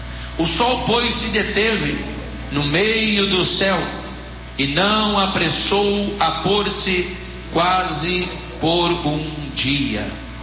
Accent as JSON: {"language": "Portuguese", "town": "Curitiba", "region": "Paraná", "country": "Brazil", "moved": "yes", "said": "eu sou aqui de Curitiba"}